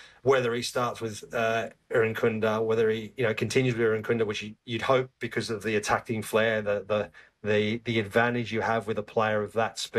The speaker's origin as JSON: {"language": "English", "country": "Australia", "said": "We're all Australian."}